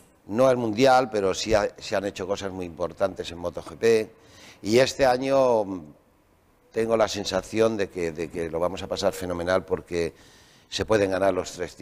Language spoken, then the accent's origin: Spanish; La Bañeza, Zamora, Castile and León, Spain; La Bañeza, en Zamora, en mi tierra.